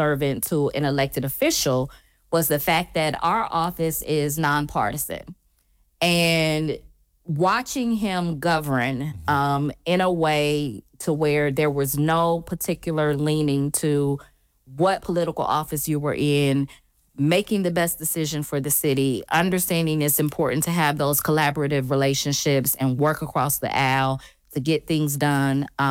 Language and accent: English; Lima, Ohio, United States; growing up in Lima, we were a city to where people say where you're from and we say Lima.